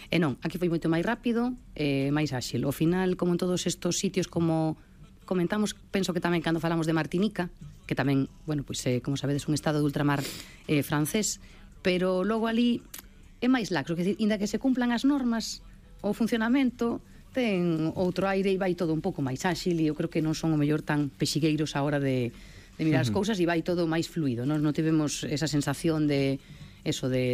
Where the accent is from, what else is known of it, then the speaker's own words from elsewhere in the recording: Galicia, Spain; pero que sendo español e galego, pois é moi sí, complicado, tes o nivel moi alto, non?